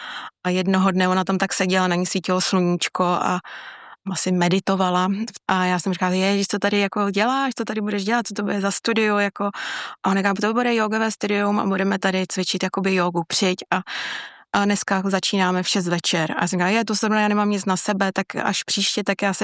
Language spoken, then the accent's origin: Czech; Bohemia, Czechia; protože u nás v Čechách by to třeba šlo, nebo bylo normální